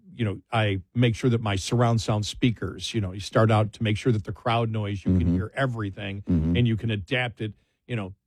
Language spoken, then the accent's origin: English; Buffalo, New York, United States; I'm from Buffalo, so I never trust any of my teams going to do good.